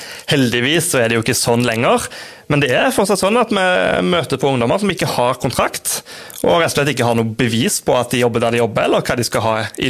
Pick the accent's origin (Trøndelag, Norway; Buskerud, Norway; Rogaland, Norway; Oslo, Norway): Rogaland, Norway; Haugesund; moved away as an adult; now in southern Rogaland, Norway; Jeg kom fra Sørfylket i går, men jeg hauglending altså.